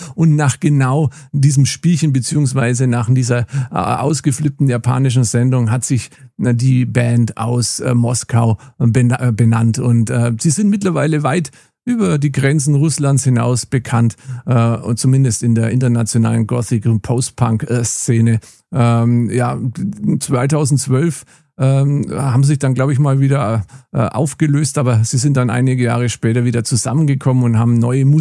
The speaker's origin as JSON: {"language": "German", "town": "Nuremberg", "region": "Bavaria", "country": "Germany", "tie": "born or raised there", "said": "Und am 13.11. ist er in meiner Heimat, und zwar im Hirsch in Nürnberg."}